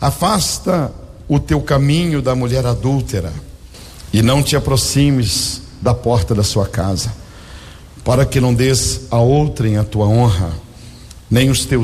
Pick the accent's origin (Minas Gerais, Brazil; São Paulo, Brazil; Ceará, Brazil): Minas Gerais, Brazil; born there; also born or lived in Belo Horizonte; E um dia meu pai resolveu sair do interior e mudar-se para Belo Horizonte